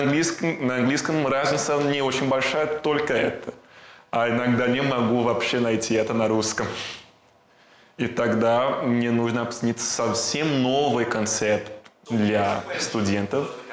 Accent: Brazil; Russian is a second language; now in Russia; Мне 28 лет. И я из Бразилии.

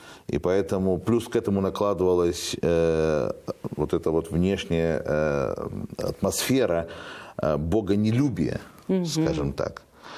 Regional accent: Russia; moved away; also born or lived in Ukraine / Moldova; то я родился в Украине, и мы сразу вернулись в Молдову, и свидетельство о рождении я получал уже в Молдове. И буквально в течение полугода его пригласили на служение пастора в Россию, и он приехал в Россию. Мне, получается, что меня в Россию перевезли, мне еще годика не было.

